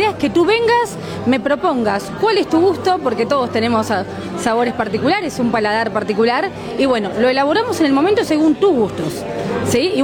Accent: Uruguay; somos uruguayos.

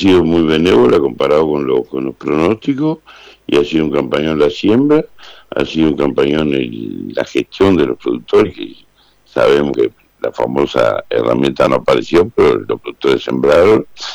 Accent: San José, Uruguay; yo soy oriundo de San José

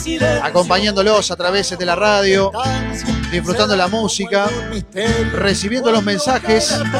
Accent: Santa Rosa, Argentina; moved away; Cuánta gente de mi pueblo querido por allá escuchando la radio.

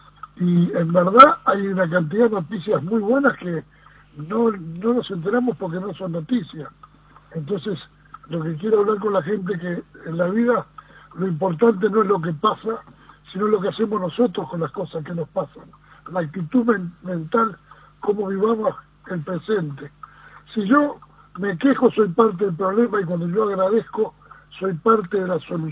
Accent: Uruguay; primero como uruguayo, con todos mis compatriotas que vivimos en este país maravilloso.

